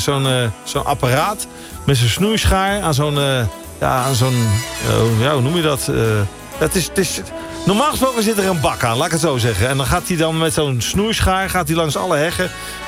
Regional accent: 't Harde, Gelderland, Netherlands; Maar goed, tot zover mijn omgeving, waar ik vandaan kom, het harde.

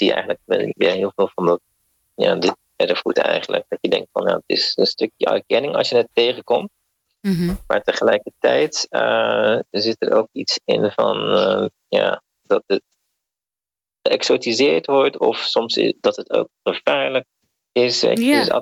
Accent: Rotterdam, South Holland, Netherlands; En ik ben zelf ook geen Amsterdammer

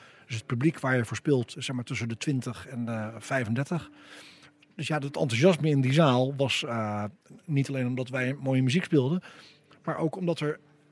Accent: Netherlands

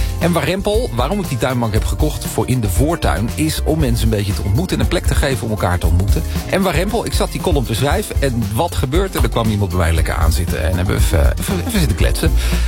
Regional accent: Huizen, North Holland, Netherlands; born there; Ik ben ook geboren in Huizen

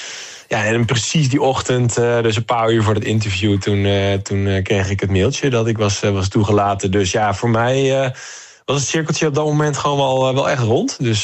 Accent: Deventer, Overijssel, Netherlands; En ik kom uit Deventer.

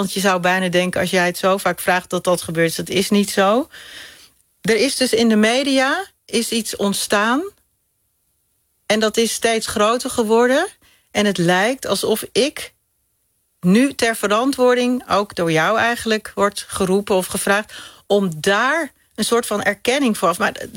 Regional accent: Hoevelaken, Gelderland, Netherlands; Dit was in Hoevelaken, waar ik opgegroeid ben.

